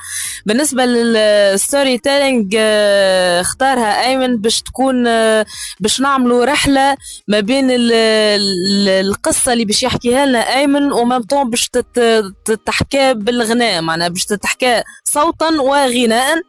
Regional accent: Gafsa, Gafsa Governorate, Tunisia

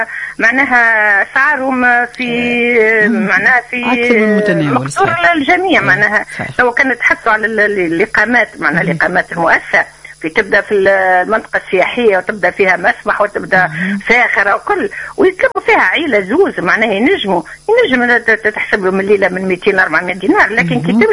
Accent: Tunisia

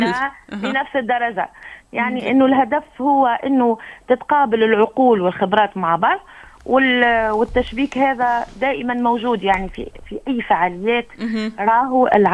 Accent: Sousse, Sousse Governorate, Tunisia; يعني احنا من سوسة مش نحل ننهزوا المشعل متاعنا

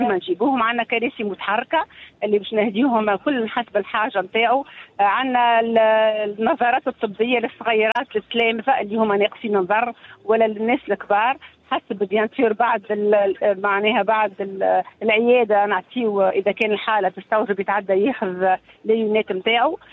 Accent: Tunisia; نوريه اللي رانا احنا ولاد تونس

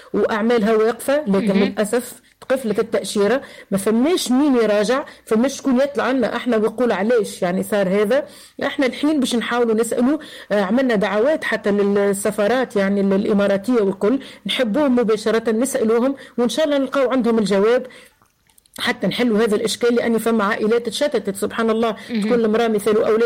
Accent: Tunisia; احنا عندنا في تونس

